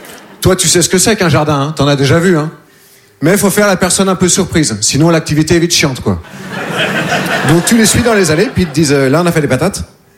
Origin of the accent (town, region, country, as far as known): Nouvelle-Aquitaine, France